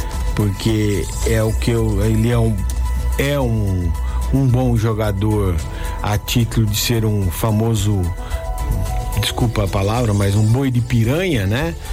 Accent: Brazil; somos brasileiros acima de tudo.

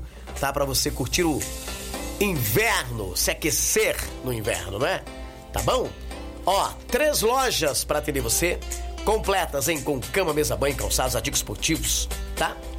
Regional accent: Descalvado, São Paulo, Brazil; e em Descalvado, Bezerra Paz, minha terra querida, amada inesquecível, onde tudo começou em minha vida.

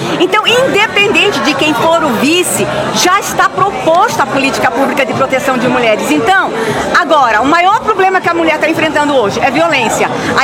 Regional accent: Northeast Region, Brazil; eu que venho do Nordeste, pulando de alegria da gente ter um nordestino nessa chapa.

